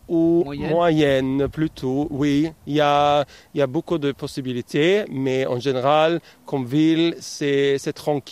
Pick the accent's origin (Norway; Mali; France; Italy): Norway; Oslo; born there; French is a second language; moved away as an adult; now in Kristiansand, Norway; Je suis né à Oslo, mais j'habite ici depuis 2021. Et oui, c'est un très agréable endroit pour vivre, je trouve.